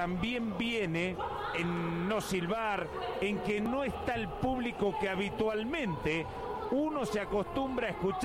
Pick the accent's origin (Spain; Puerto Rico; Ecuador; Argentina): Argentina